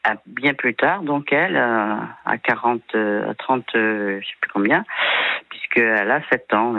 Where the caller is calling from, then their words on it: Occitanie, France; moi je suis en Ariège